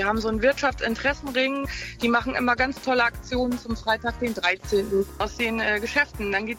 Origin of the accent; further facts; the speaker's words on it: Lower Saxony, Germany; moved away as an adult; now in Gnarrenburg, Germany; Aufgewachsen bin ich direkt am Osterhammelkanal und bin dann, als ich 18 war, nach Gnarrenburg gezogen, um die eigene Wohnung dort zu beziehen. Und ich bin ein echtes, waschechtes Dorfkind.